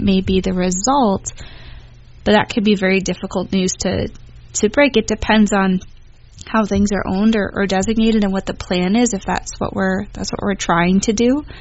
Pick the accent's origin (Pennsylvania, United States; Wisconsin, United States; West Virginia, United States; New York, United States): Wisconsin, United States; Appleton; I am from Appleton. I went to St. Norbert for undergrad and Marquette for law school. Immediately after graduating, I kind of came back to Appleton.